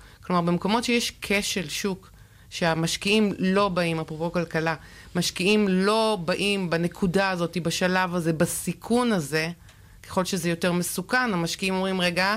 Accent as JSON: {"language": "Hebrew", "town": "Tel Aviv", "region": "Tel Aviv District", "country": "Israel", "tie": "born or raised there", "said": "אז אני תל אביבית מבטן ומלידה, מהטבור של תל אביב, ליד לונדון מיניסטור, רבי אמא שדרות חן, בית ספר גבריאליה כרמל, עירוני א', אמרתי אוניברסיטת תל אביב, אפילו משם לא התרחקתי."}